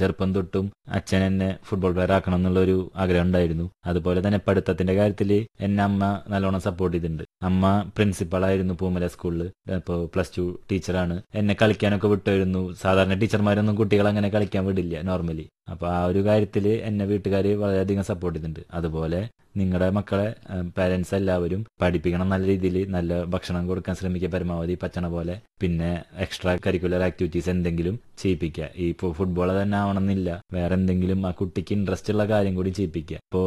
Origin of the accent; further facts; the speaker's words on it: Edakkulam, Kerala, India; തൃശ്ശൂര് അവണൂര് ഗ്രാമപഞ്ചായത്തിൽ എടക്കുളം എന്ന് പറഞ്ഞ സ്ഥലത്താണ്. എടക്കുളത്താണ് എന്റെ വീട്. ഞാൻ അവിടെ ജനിച്ചത് അവിടെയാണ്, വളർന്നത് അവിടെയാണ്, ഇപ്പോഴും താമസിക്കുന്നത് അവിടെ തന്നെയാണ്.